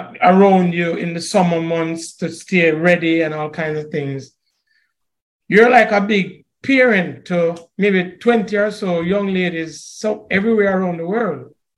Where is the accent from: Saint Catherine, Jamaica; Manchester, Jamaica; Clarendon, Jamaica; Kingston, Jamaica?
Saint Catherine, Jamaica; Portmore; And we're both Jamaicans. I grew up in Portmore, you Mountain View. So we didn't really have a lot growing up.